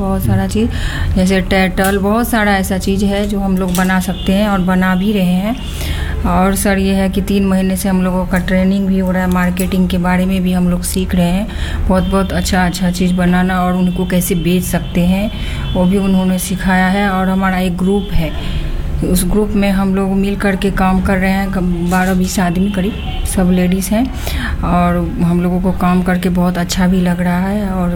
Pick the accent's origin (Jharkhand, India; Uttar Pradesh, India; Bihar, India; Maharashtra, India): Bihar, India; बिहार की रहने वाली हूँ और यहाँ एक सेक्टर 122 में रहती हूँ